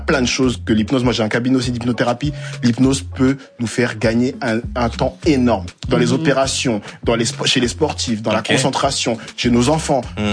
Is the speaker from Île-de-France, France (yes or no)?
yes; Garges-lès-Gonesse, Île-de-France, France; Et moi, j'ai grandi à Garges-lès-Gonesse.